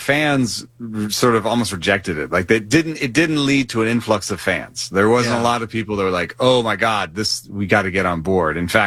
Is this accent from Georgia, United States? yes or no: yes; Atlanta, Georgia, United States; I know as a fan growing up in Atlanta in the late 80s and early 90s